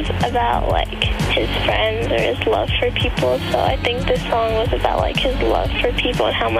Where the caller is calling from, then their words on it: Canaan, New Hampshire, United States; Canaan, New Hampshire.